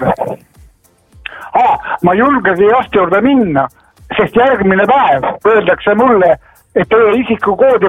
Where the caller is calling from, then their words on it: Viljandi, Viljandi County, Estonia; Viljandist.